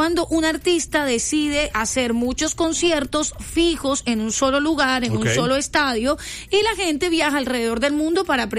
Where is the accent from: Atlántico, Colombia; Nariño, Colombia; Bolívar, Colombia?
Atlántico, Colombia; Barranquilla; Como barranquilleros estoy hablando, como colombianos también me atrevo.